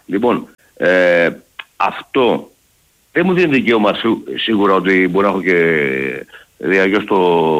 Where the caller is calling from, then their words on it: Aigio, Western Greece, Greece; Είμαι από Αίγιο. Δεν είμαι κοντά στην Αθήνα